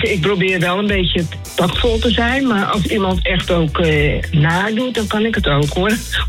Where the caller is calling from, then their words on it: Zaandam, North Holland, Netherlands; Ik woon in Zaandam.